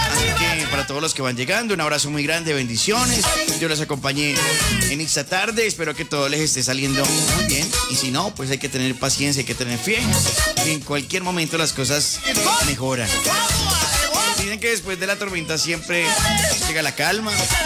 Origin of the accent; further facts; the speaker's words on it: Colombia; porque el otro tenemos un compromiso como ciudadanos, como colombianos.